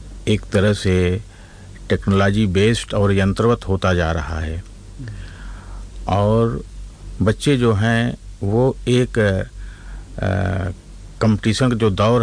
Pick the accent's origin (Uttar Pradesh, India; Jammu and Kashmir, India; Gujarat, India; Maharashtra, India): Uttar Pradesh, India; Jaunpur; जौनपुर उत्तर प्रदेश का रहने वाला हूँ।